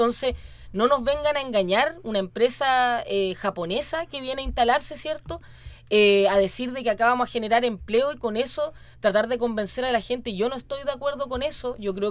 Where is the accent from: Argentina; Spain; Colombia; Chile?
Chile; Valdivia, Los Ríos; born there; Yo nací en Valdivia también, en la misma cuenca de este río San Pedro, el que llega a Valdivia y recorre la región hasta que llega al mar, ¿cierto?, en la costa.